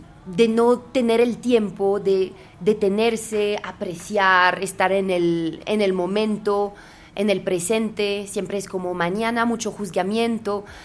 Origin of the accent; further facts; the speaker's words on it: Paris, Île-de-France, France; Spanish is a second language; moved away as an adult; now in Colombia; yo no soy solo francesa, soy parisina. Yo vengo de la ciudad probablemente más dura, más hijueputa de Europa.